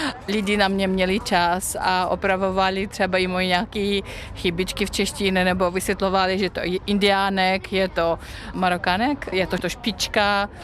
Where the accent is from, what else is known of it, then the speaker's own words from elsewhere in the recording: Belarus; Czech is a second language; moved away as an adult; now in Czech Republic; Já pocházím z Běloruska a bydlím v Česku už přes 16 let.